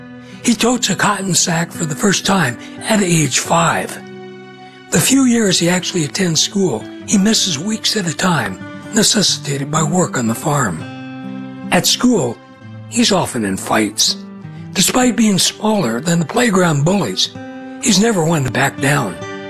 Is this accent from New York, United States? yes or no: no; Texas, United States; I am one Texan boy who never had a pair of cowboy boots. I am one native-born and native-bred American male who actually doesn't know the rules of our national pastime, baseball.